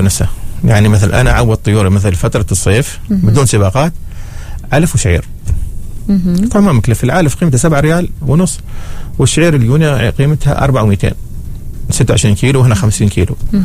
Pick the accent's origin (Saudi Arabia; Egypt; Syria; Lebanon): Saudi Arabia; يعني مثل عندنا في المملكة العربية السعودية.